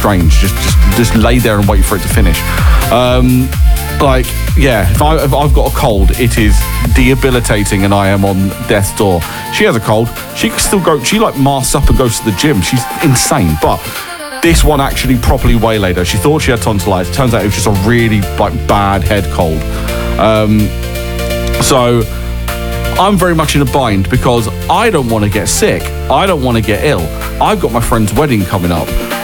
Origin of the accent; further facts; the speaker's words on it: United Kingdom; because we are British and that's what m